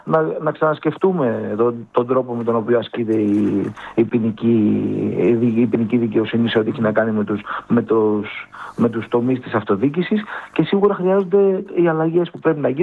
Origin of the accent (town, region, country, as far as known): Rhodes, South Aegean, Greece